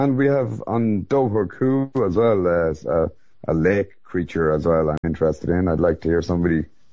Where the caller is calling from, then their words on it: Ireland; I'm from Ireland.